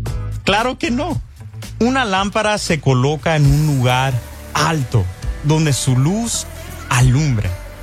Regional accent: Mexico; What's up … soy de México, tengo la camiseta bien puesta para el partido

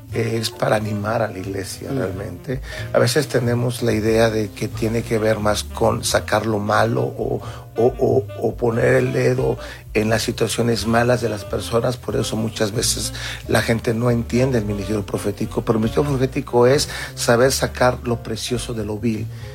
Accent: Mexico; somos de México, del país.

